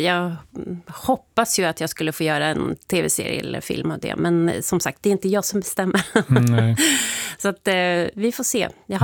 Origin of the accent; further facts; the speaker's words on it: Sundsvall, Västernorrland County, Sweden; under hela min uppväxt i Sundsvall.